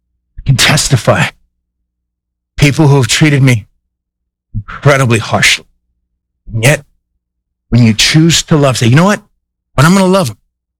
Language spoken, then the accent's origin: English; Scotland, United Kingdom; And I was just so upset because I'm a Scottish, and if I give you a dollar, you need to be doing it right.